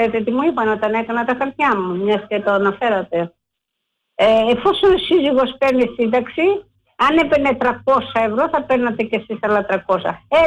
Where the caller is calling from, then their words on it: Piraeus, Attica, Greece; από Πειραιά.